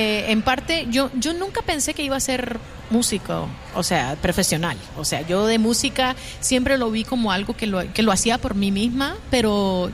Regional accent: Nicaragua; now in Washington, D.C., United States; para mí, siendo de Nicaragua, que es una cultura muy chiquita, muy pequeña

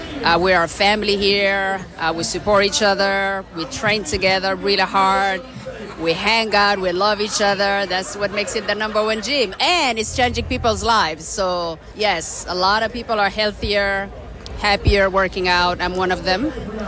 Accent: Atlanta, Georgia, United States; from Atlanta, Georgia.

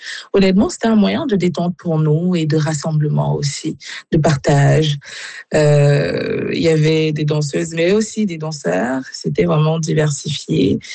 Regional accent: Cameroon; Donc, moi, je suis originaire du Cameroun, ce qui fait que parfois, on écoutait des sonorités camerounaises.

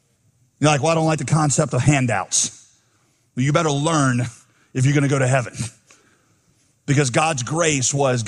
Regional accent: United States; I'm an American through and through.

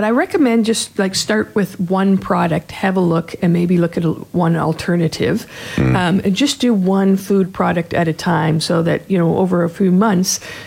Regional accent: Australia; We are Australian. And we eat biscuits.

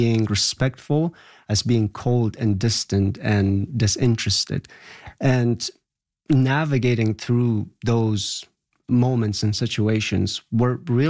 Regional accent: Afghanistan; now in Canada; So growing up in Afghanistan, growing up during the war, I was very reserved and also allowing people more space. And those things, coming to Canada and finding yourself in the dating scenes, those did not translate.

